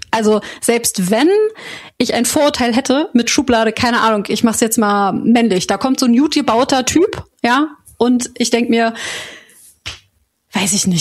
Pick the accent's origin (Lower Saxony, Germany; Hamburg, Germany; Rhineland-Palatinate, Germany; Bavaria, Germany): Rhineland-Palatinate, Germany; Koblenz; now in Berlin, Germany